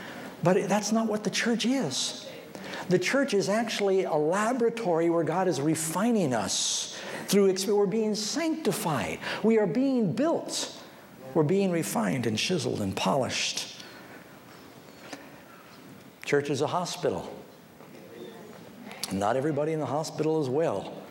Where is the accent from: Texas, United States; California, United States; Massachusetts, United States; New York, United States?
New York, United States; I get the dumbest questions of people hear that I was from New York.